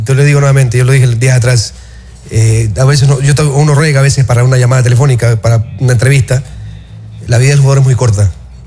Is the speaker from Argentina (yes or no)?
no; Chone, Manabí, Ecuador; Yo soy de Chon